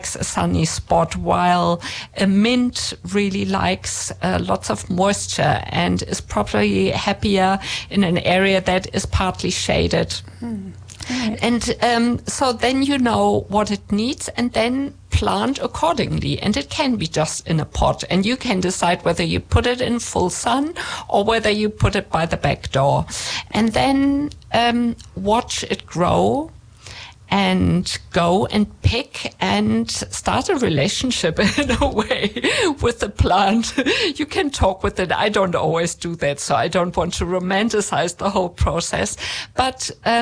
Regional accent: Germany; accent: German; moved away

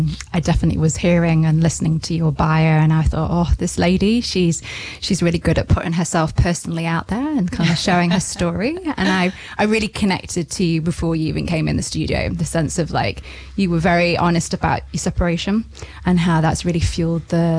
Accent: United Kingdom; now in Taranaki, New Zealand; I'm from the UK.

